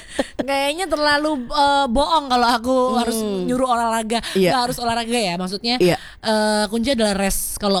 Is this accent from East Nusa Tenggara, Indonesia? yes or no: no; Surabaya, East Java, Indonesia; Saya aslinya Surabaya, orang Jawa saya.